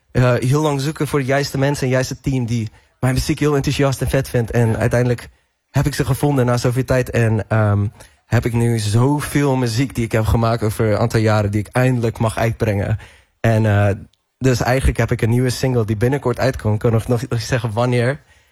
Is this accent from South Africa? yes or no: yes; South Africa; moved away; Ik ben opgegroeid in Zuid-Afrika.